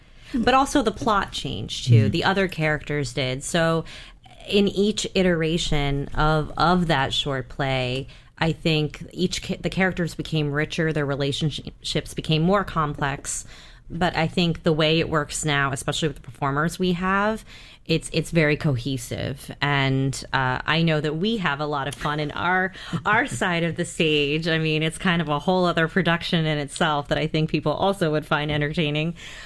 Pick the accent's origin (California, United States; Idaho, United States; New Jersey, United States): New Jersey, United States; born there